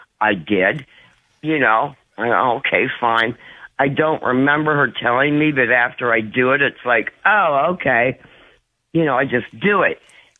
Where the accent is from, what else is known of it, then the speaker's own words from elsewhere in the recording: Erie, Pennsylvania, United States; I'm from Erie, Pennsylvania.